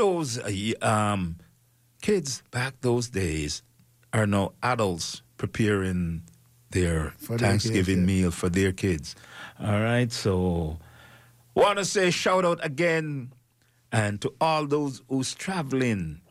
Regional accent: Jamaica; I will speak as a Jamaican now.

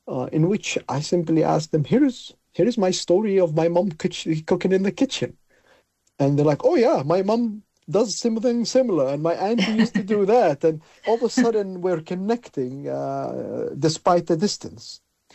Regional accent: Palestine; now in Canada; I was born in the First Intifada

